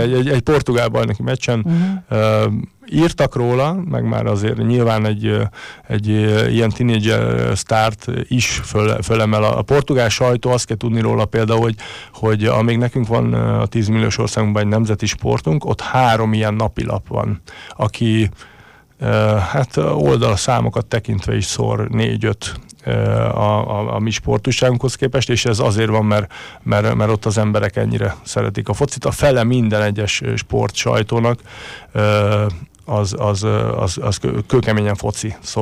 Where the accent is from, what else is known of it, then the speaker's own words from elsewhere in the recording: Hungary; egyedüli magyarként